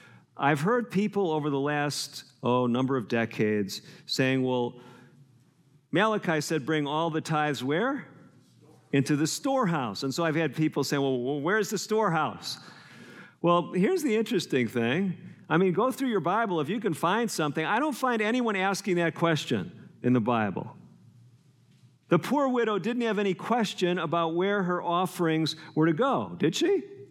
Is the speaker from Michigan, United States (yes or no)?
no; Chicago, Illinois, United States; I grew up in Chicago